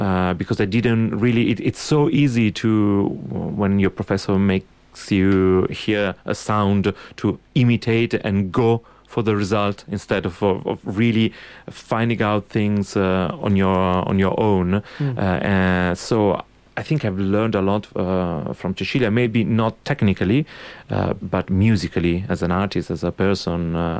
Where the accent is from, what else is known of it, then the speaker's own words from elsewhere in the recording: Milan, Lombardy, Italy; English is a second language; as I grew up in Milano, so every when I went to opera was La Scala